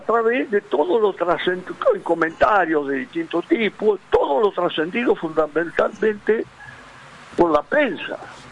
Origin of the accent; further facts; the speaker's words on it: Salto, Buenos Aires Province, Argentina; los paisanos en mi pueblo, yo soy de Salto Argentino, ¿no es cierto? Cerca de Pergamino, ciudad ahora.